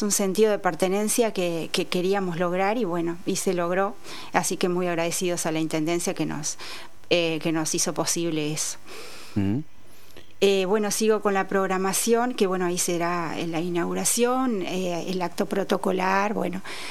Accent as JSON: {"language": "Spanish", "town": "Rosario", "region": "Santa Fe", "country": "Argentina", "tie": "born or raised there", "moved": "as an adult", "lives_now": "Barker, Argentina", "said": "Yo soy oriunda de Rosario, pero bueno, hace 26 años que estoy en Barker"}